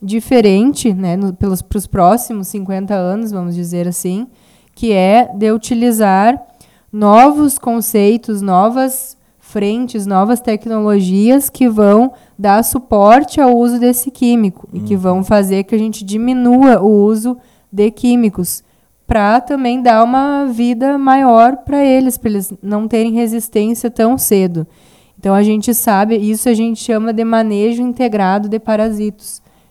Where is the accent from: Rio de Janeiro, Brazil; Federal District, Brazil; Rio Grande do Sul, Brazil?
Rio Grande do Sul, Brazil; also born or lived in Caçapava do Sul; Sim, sou gaúcha, agora morava em Caçapava, por último.